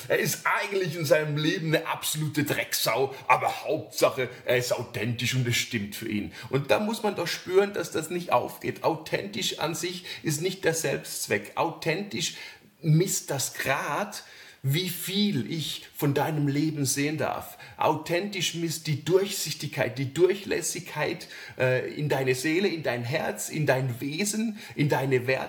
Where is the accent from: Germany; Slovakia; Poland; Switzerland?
Switzerland; du sprichst mit einem absolut authentischen, absolut prototypischen Schweizer.